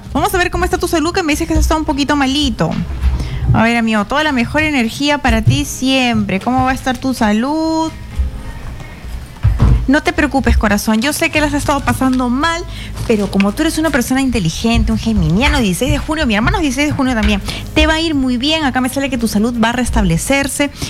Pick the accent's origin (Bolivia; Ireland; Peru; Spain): Peru; moved away as an adult; also born or lived in Argentina